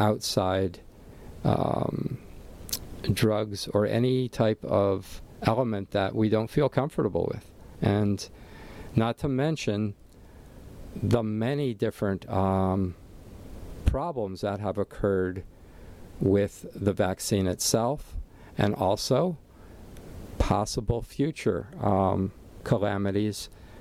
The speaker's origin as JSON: {"language": "English", "town": "Allentown", "region": "Pennsylvania", "country": "United States", "tie": "born or raised there", "moved": "yes", "lives_now": "Hawaii, United States", "said": "my hometown area back in Allentown, Pennsylvania, where I grew up"}